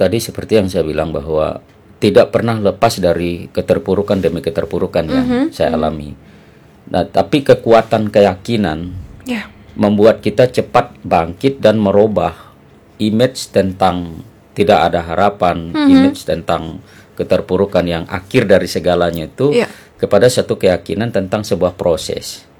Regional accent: Serawai District, West Kalimantan, Indonesia; Dan ada kampung saya itu, yang saya bilang tadi itu, orang kampung itu mendata menjadi penduduknya itu, namanya itu Lemboyu namanya, kampung itu di Kecamatan Serawai, pedalaman.

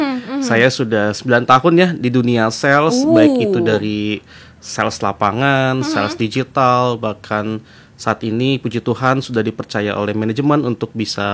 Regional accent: Jakarta, Indonesia; moved away as an adult; now in BSD, Tangerang, Indonesia; memang saya juga lahir di Jakarta. Jadi artinya dari lahir itu sudah di Jakarta

